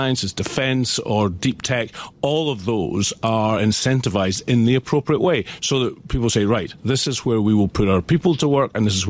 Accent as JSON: {"language": "English", "region": "Scotland", "country": "United Kingdom", "lives_now": "London, United Kingdom", "said": "I speak as a Scot who spends his time between Scotland and here."}